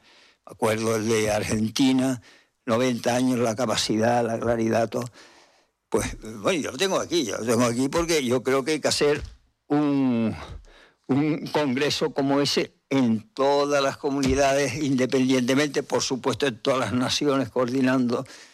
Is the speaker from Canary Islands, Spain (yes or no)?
yes; Guatiza, Canary Islands, Spain; Está ahí al ladito de donde yo nací, ¿eh? En Guatiza.